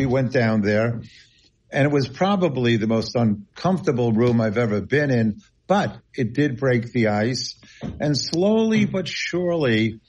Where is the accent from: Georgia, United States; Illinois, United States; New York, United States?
New York, United States; Long Island; this was my city. I grew up on Long Island.